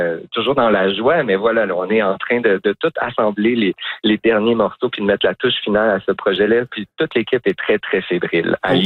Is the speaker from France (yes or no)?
no; Quebec, Canada; Puis comme je viens de la Gaspésie, ici, de la baie des Chaleurs